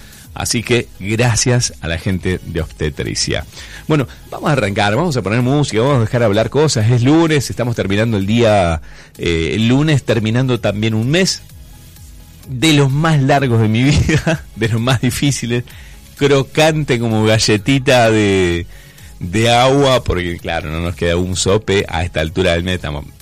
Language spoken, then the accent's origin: Spanish; Cinco Saltos, Río Negro, Argentina; born there; ¿Sabías que yo nací en Cinco Saltos? ¿Sabías esa parte? Sí. Yo nací en Five Jump.